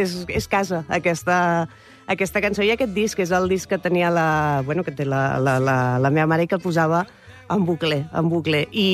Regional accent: Mataró, Catalonia, Spain; Bueno, jo soc de Rocafonda també, com en Lamine Yamal.

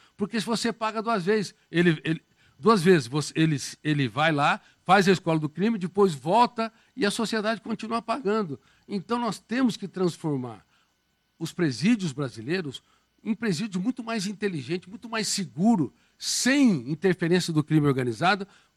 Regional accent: Colina, São Paulo, Brazil; born there; na minha querida cidade, onde eu nasci, Colina.

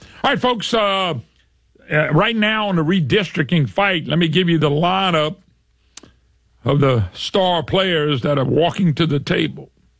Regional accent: Baton Rouge, Louisiana, United States; born there; Because I was born in Lady Lake Hospital in Baton Rouge. When I lived in Monroe, I used it at St. Francis Hospital in Monroe.

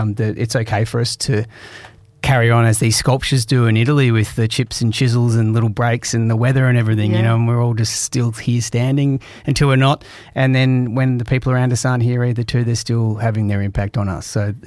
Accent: Australia; born there; I'm actually Irish. I mean, I'm Australian born, but everyone in my family's Irish.

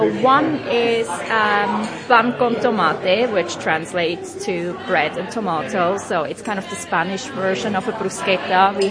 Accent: Switzerland; now in Manchester, United Kingdom; you will hear that I do not sound British in the slightest. It's because I'm originally from Switzerland, so I moved here 9 years ago, and I've been seven of those in Manchester

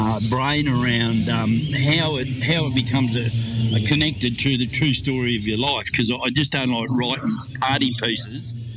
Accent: Australia; I'm a Aussie bush poet.

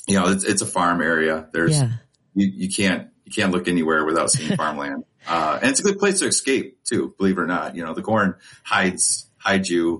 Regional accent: Sandwich, Illinois, United States; also born or lived in Serena, Illinois; I grew up in Sandwich, Illinois.

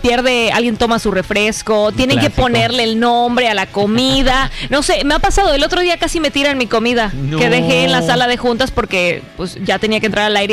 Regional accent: Mexico; Fracasé como mexicana porque a mí ese tema me da terror

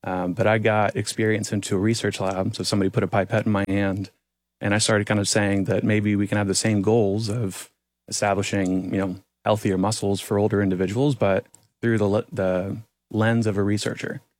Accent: Indiana, United States; also born or lived in Lexington, Kentucky / Pittsburgh, Pennsylvania; So I'm from Northwest Indiana. So I went to Purdue University for undergraduate and master's.

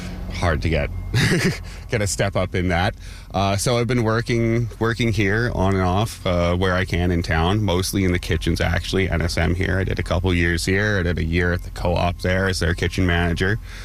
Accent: Saskatoon, Saskatchewan, Canada; I've lived here for about 5 years now. I moved here from Saskatoon, actually. Born and bred in Saskatoon. I'm 35 years old.

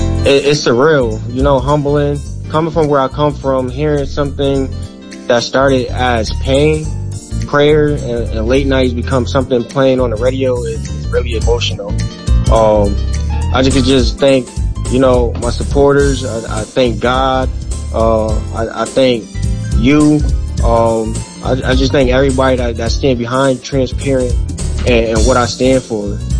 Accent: New Haven, Connecticut, United States; Growing up in New Haven

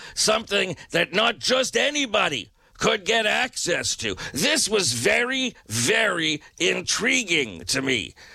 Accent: Canada; And I wrote, no, I'm from Canada.

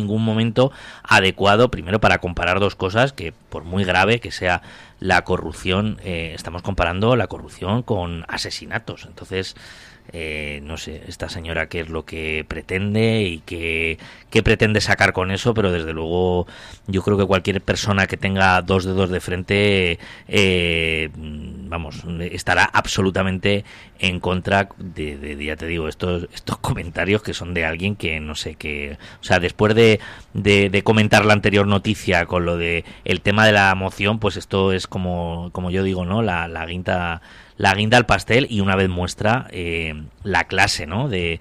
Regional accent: Spain; como españoles que somos, ¿no?

